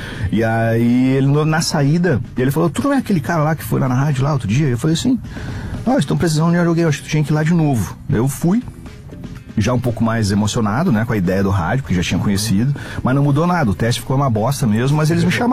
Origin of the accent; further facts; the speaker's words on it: Carazinho, Rio Grande do Sul, Brazil; lá na minha cidade, em Carazinho.